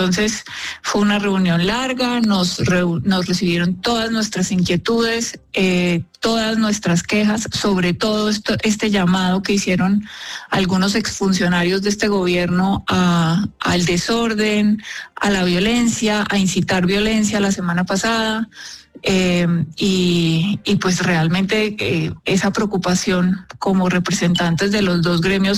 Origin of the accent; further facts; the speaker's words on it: Colombia; nosotros mismos como colombianos